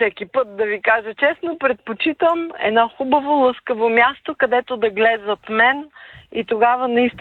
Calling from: Plovdiv, Plovdiv Province, Bulgaria; от Пловдив.

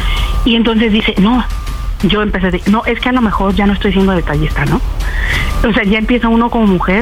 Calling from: Cuautitlán Izcalli, State of Mexico, Mexico; Yo vivo en Cuautlán Izcalli.

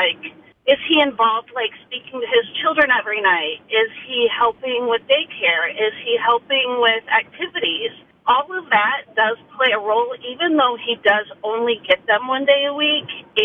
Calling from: Fort Wayne, Indiana, United States; I'm calling from Fort Wayne. So I'm a single mom.

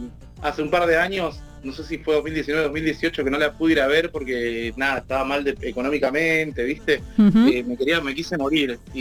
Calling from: Loma Hermosa, Buenos Aires Province, Argentina; Soy de Loma Hermosa, partido de 3 de febrero, límite con San Martín

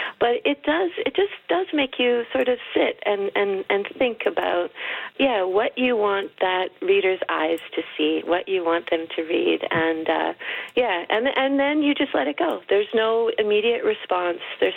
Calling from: Edmonton, Alberta, Canada; I'm calling from Edmonton.

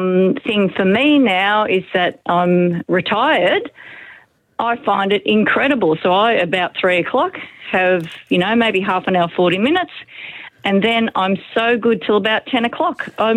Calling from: Australia; being Australian

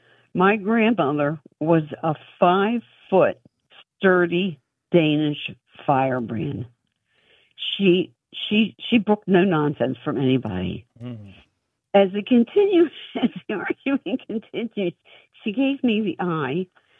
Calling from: Fort Lauderdale, Florida, United States; I'm calling you from Fort Lauderdale, Florida.

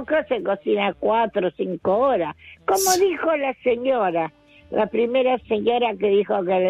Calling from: Hurlingham, Buenos Aires Province, Argentina; soy de Hurlingham.

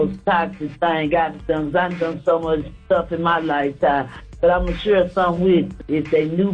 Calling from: Fort Worth, Texas, United States; I'm from Fort Worth, the South Side.

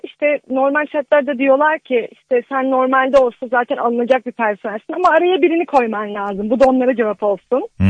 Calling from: Ankara, Turkey; ben Ankara'dan.

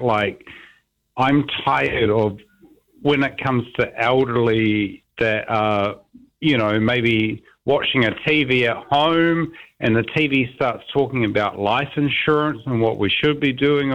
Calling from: Wellington, New Zealand; I'm from Wellington

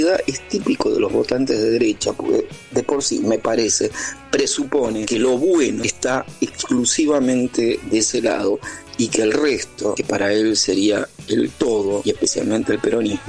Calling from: Buenos Aires, Argentina; Buenas tardes

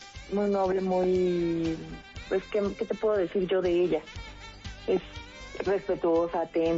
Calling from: Nezahualcóyotl, State of Mexico, Mexico; Aquí en Nezahualcóyotl.

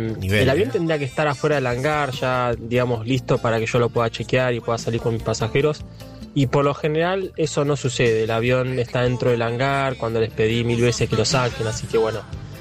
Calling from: Tigre, Buenos Aires Province, Argentina; yo soy de Tigre.

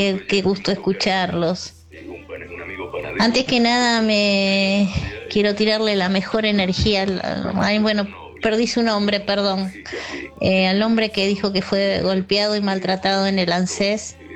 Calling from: Buenos Aires, Argentina; de Caballito

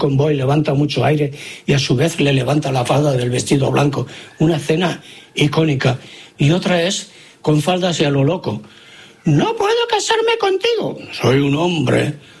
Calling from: Barcelona, Catalonia, Spain; Hola, fareros … de Barcelona.

